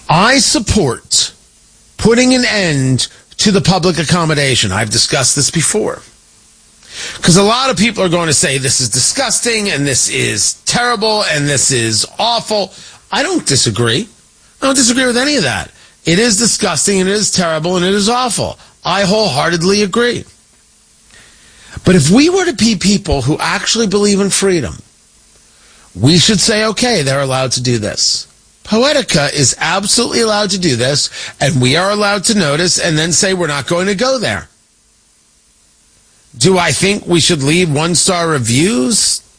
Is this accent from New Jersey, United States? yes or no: yes; New Jersey, United States; Talking to a friend of mine who I grew up with in Jersey about getting together this summer.